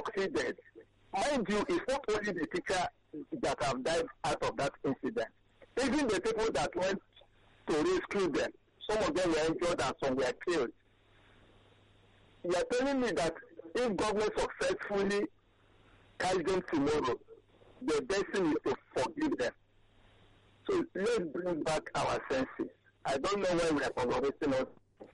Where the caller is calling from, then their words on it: Iba, Lagos, Nigeria; Calling from Eba.